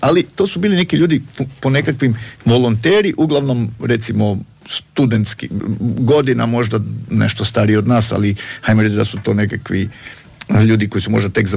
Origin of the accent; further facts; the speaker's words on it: Rijeka, Primorje-Gorski Kotar County, Croatia; Ja nisam bio u Beogradu u tom trenutku, odrastao sam u Rijeci, pa ti ne mogu reći gdje je bolje, gdje je lošije i šta je razlika.